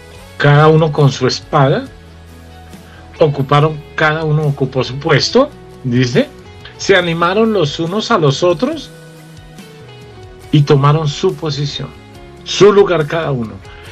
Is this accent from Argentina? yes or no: no; Colombia; Nos duele como colombianos